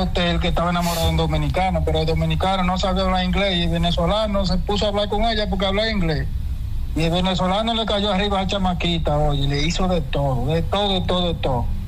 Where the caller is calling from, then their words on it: Andorra; Mira, yo estoy llamando desde Andorra. Este país queda entre medio de España y Francia.